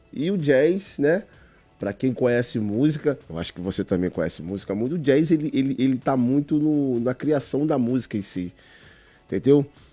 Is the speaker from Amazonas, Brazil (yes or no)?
no; Campos dos Goytacazes, Rio de Janeiro, Brazil; moved away as an adult; eu sou campista, né? Vim lá de Campos há 12 anos atrás, tô aqui há 10 anos.